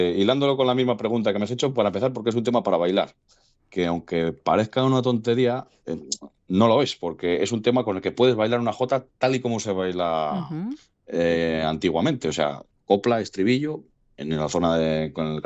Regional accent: Castile and León, Spain; born there; el grupo de danzas de mi pueblo, en el grupo de danzas Bieldo, de Vallarado.

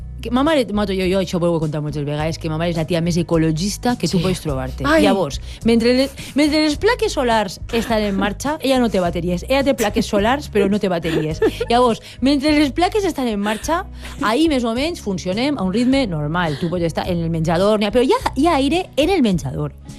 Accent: Ontinyent, Valencian Community, Spain; La tenia Ontinyent, que és el meu poble. I és des d'on estic fent la secció avui.

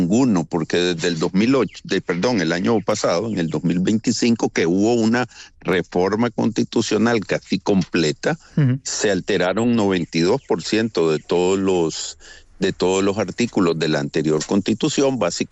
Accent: Nicaragua; no somos nicaragüenses porque nos quitó la nacionalidad

